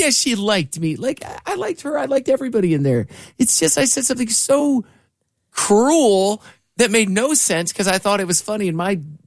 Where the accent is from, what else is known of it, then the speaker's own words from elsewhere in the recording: DeWitt, Iowa, United States; When I was 16, I worked at a country club in my hometown of DeWitt, Iowa.